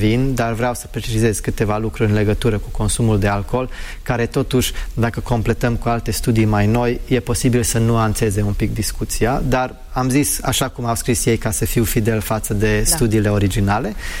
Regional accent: United Kingdom; first language en; Romanian is a second language; Eu am crescut în Marea Britanie și fiind crescut acolo, vorbitor nativ, asta e și prima limbă, poate se simte de ce nu vorbesc corect, total corect română.

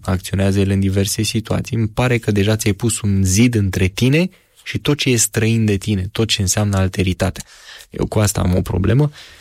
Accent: Romania

